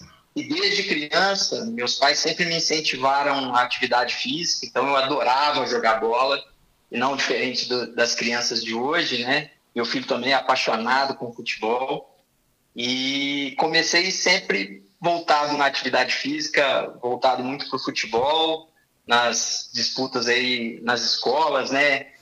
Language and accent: Portuguese; Nova Lima, Minas Gerais, Brazil; moved away as an adult; now in Belo Horizonte, Brazil; Eu sou de Nova Lima. Eu nasci em Nova Lima, hoje eu moro em Belo Horizonte, sou casado há 12 anos, mas minha infância toda foi em Nova Lima, então minha família é de lá